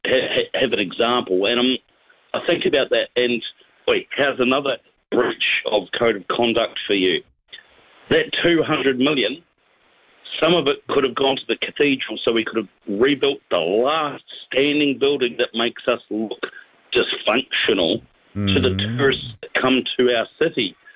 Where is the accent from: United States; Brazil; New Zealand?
New Zealand; Christchurch, Canterbury; moved away as an adult; now in Central Coast, Australia; I am a one-eyed Cantabrian.